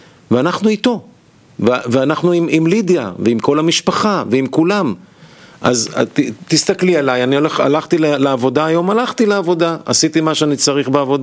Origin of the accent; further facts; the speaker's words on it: Kiryat Gat, Southern District, Israel; הוא בא ממרוקו וההורים שלי עלו מהונגריה. הוא גר בחיפה ואני גר גדלתי בקריית גת.